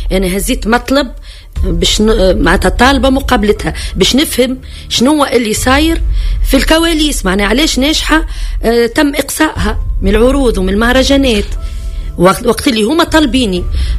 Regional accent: Tunisia; أنا فنانة تونسية

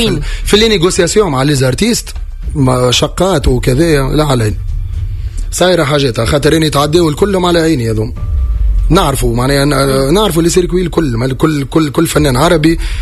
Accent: Tunisia; هذه بلادي تونس

